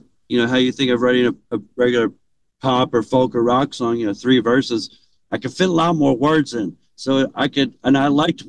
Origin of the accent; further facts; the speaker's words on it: Philadelphia, Pennsylvania, United States; moved away as an adult; I grew up in Philly and I always wanted to go to the country.